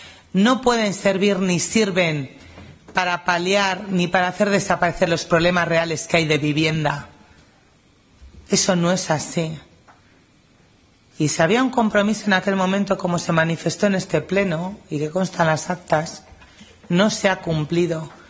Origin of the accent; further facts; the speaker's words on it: Laredo, Cantabria, Spain; me gustaría que mi hijo y mis nietos pudieran adquirir una vivienda a precios asequibles en mi pueblo, porque Laredo lo tiene todo, es una joya en sí mismo, tiene montaña, tiene playa